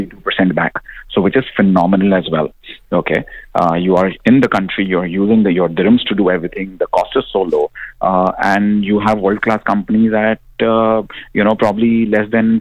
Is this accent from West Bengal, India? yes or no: no; Mumbai, Maharashtra, India; now in United Arab Emirates; I come from Mumbai